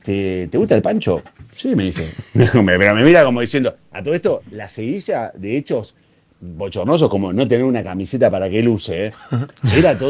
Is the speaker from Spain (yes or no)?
no; Rosario, Santa Fe, Argentina; yo también soy rosarino